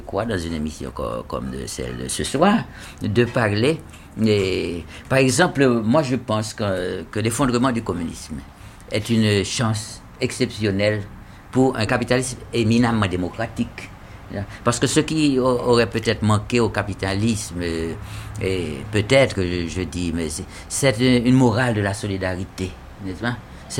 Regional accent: Jacmel, Sud-Est, Haiti; mais j'ai eu d'autres choses dans mon enfance, à Jacmel, en Haïti, le besoin de sortir de l'île et d'être un homme d'action, c'est comme ça.

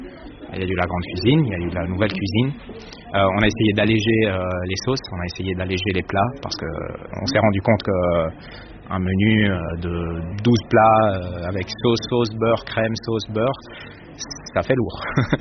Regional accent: Switzerland; now in France; je suis un étudiant à l'école Ducasse et je viens de Suisse.

